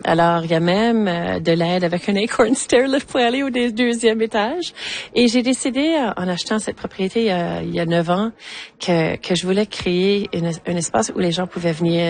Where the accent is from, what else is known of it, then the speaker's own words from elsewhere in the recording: Manitoba, Canada; comme chez nous au Manitoba particulièrement, on est vraiment comme, vraiment entouré d'anglais.